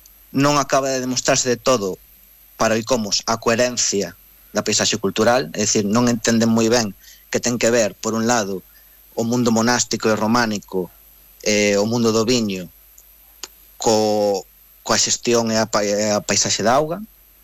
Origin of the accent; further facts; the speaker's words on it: Monforte de Lemos, Galicia, Spain; also born or lived in Pobra do Brollón; eu nacín en Pobra do Brollón e vivo en Monforte dende hai moito tempo, criei-me ali.